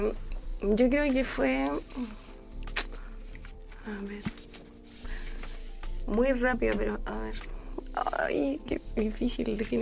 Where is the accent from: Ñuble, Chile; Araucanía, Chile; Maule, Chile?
Ñuble, Chile; Chillán; born there; Acá, soy de Chillán.